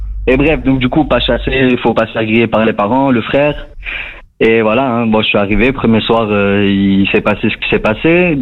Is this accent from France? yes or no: yes; Nice, Provence-Alpes-Côte d'Azur, France; Moi, je suis de Nice